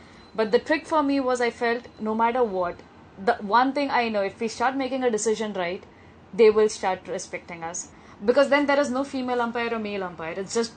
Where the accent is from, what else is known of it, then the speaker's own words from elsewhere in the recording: Mumbai, Maharashtra, India; In India, we first have to clear the exams for the state we belong to. So I came from Mumbai